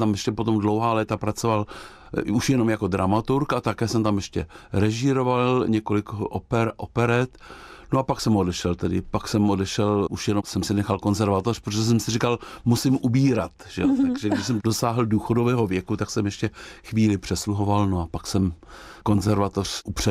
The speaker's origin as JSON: {"language": "Czech", "region": "Prague", "country": "Czechia", "tie": "born or raised there", "moved": "as an adult", "lives_now": "Plzeň, Czech Republic", "said": "Já jsem Pražák, křtěný Vltavou, a do Plzeň jsem se dostal, tedy šel jsem tam za prací. A dlouho jsem dojížděl Plzeň-Praha, pak jsem se tam přestěhoval a teď zase dojíždím Plzeň-Praha"}